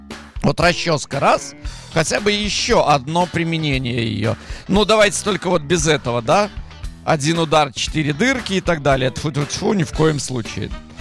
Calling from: Hadera, Haifa District, Israel; Здравствуйте … из Хадеры.

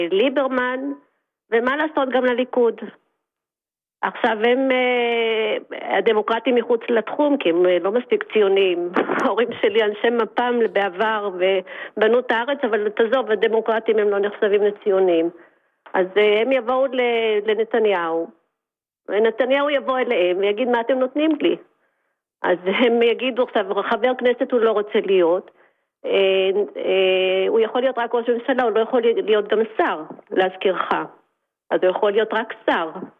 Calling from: Tel Aviv, Tel Aviv District, Israel; אני מתל אביב.

